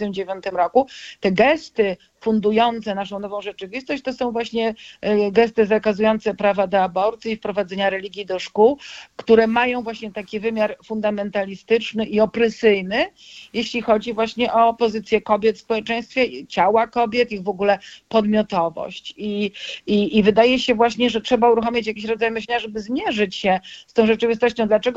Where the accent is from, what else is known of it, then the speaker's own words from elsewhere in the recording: Poland; pochodzę z Polski południowo-wschodniej